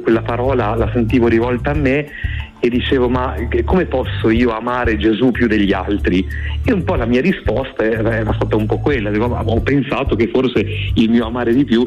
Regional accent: Parma, Emilia-Romagna, Italy; io sono nato a Parma, quindi frequentavo la mia parrocchia di Parma, sono entrato nel seminario minore di Parma, sono passato poi a quello maggiore di Parma

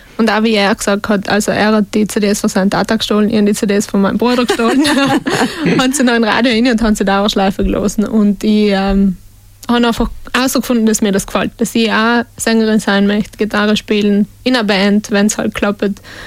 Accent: Trentino-Alto Adige, Italy; now in Vinschgau, Italy; Ja, hallo … Ich komme aus Ofers, das ist oberhalb von Brixen. Und ich bin 27 Jahre alt

